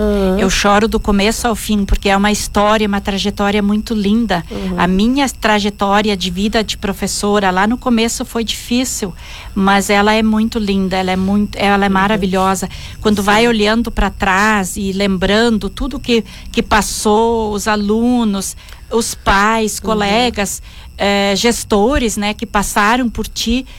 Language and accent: Portuguese; Rio Grande do Sul, Brazil; E como eu sou do Rio Grande do Sul, então a editora escolheu Gramado.